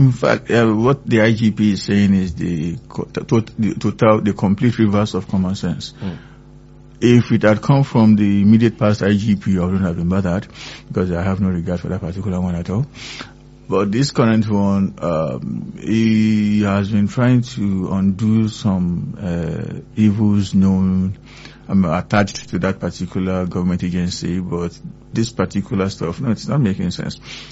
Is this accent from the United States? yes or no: no; Nigeria; born there